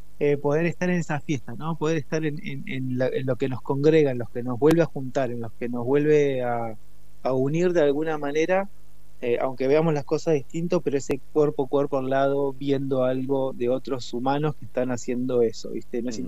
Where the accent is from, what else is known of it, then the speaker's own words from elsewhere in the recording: La Plata, Buenos Aires Province, Argentina; Soy de La Plata, me inicié en la Plata con un maestro de acá